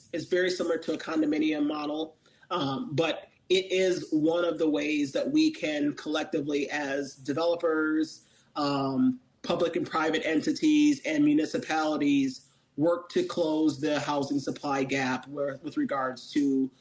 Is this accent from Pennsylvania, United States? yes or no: no; Madison, Wisconsin, United States; also born or lived in Verona, Wisconsin; and I'm from Wisconsin, I'm from Madison, grew up in Madison, but lived in two suburbs of Madison and lived in Verona for a while.